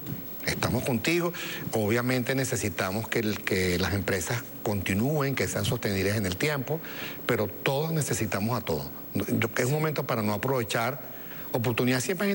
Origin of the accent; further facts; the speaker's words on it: Venezuela; y digamos, cónchale, lo hicimos, lo superamos, que así somos los venezolanos.